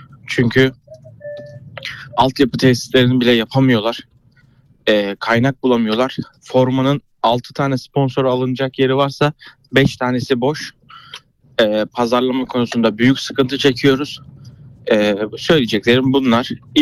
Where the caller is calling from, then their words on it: Istanbul, Turkey; İstanbul'dan arıyorum.